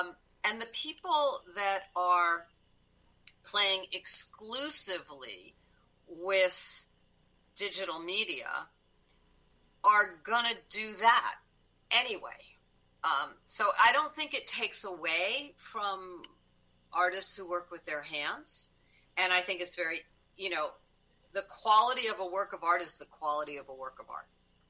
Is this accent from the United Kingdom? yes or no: no; United States; I've been a little nervous about being an American in another country